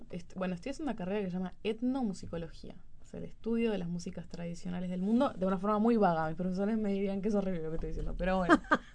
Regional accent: Maldonado, Uruguay; yo soy de Maldonado, como que venía a Montevideo siempre

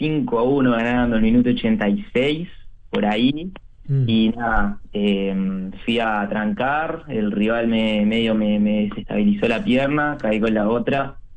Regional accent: Montevideo, Uruguay; yo soy de Pocitos

